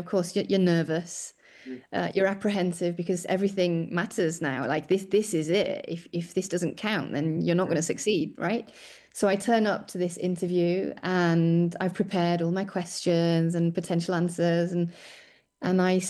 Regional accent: United Kingdom; irrespective of my faith, of the fact that I wear a hijab, I'm British and I'm proud of it.

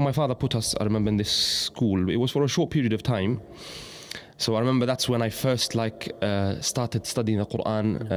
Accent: Jordan; moved away; also born or lived in Morocco; So he decided to look for another place, even though we are from Jordan originally.

